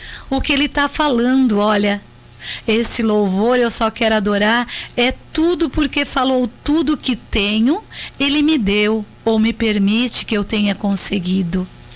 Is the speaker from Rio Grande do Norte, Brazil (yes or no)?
no; Orleans, Santa Catarina, Brazil; nós somos aqui de Orleans. A cidade das colinas. Cidade linda, maravilhosa de se viver, né?